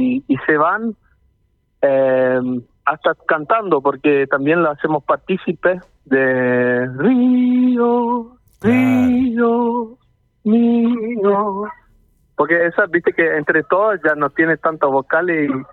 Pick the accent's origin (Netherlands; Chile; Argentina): Netherlands; Spanish is a second language; porque como saben que yo soy holandés